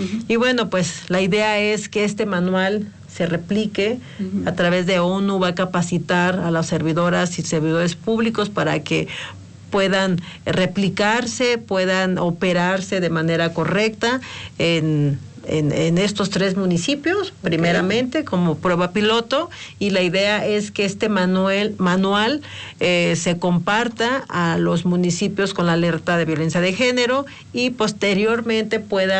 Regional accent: Puebla, Mexico; me siento muy orgullosa como poblana

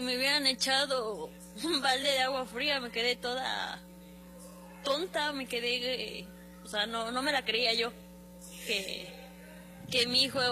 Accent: Puebla, Mexico

